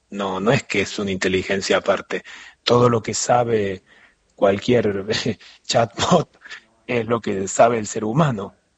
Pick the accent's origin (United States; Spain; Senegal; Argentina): Argentina; Digamos primero como argentino porque es argentino como nosotros.